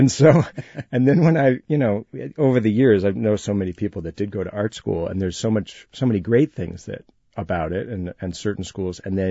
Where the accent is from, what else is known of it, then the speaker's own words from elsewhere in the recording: Chicago, Illinois, United States; growing up in Chicago